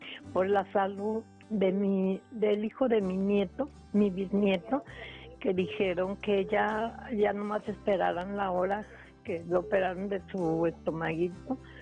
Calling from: León, Guanajuato, Mexico; León, Guanajuato

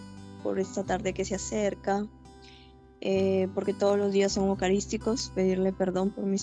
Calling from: Piura, Peru; Desde Piura, Perú. Buenas tardes.

